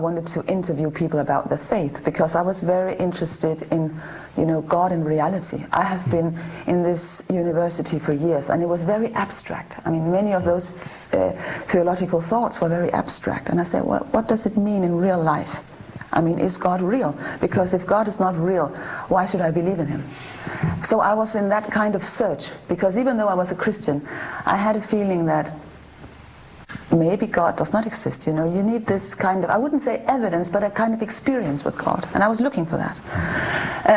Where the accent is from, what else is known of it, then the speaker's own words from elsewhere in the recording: Denmark; And actually my hometown was, you know, a very important place for the Reformation in Denmark. So I was brought up with this understanding that the Catholics were like, I would say, hypocrites in a way.